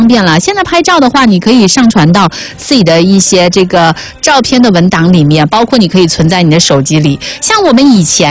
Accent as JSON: {"language": "Chinese", "region": "Chongqing", "country": "China", "tie": "born there", "moved": "yes", "said": "我现在我依然在我的家乡，我依然在我的重庆"}